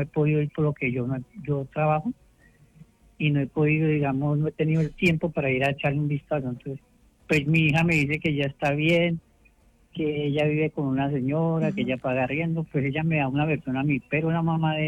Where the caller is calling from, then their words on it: Villavicencio, Meta, Colombia; llamo de Villavicencio.